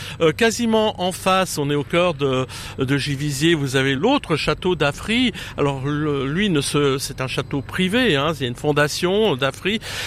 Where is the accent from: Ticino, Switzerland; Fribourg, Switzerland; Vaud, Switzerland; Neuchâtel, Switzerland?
Fribourg, Switzerland; Marsens; Il ne faut pas oublier qu'il y avait aussi les patois locaux qui faisaient que dans nos villages, on prononçait, moi je viens de Marsens, on disait Marchin, quoi. Ouais. Chorin, vous voyez.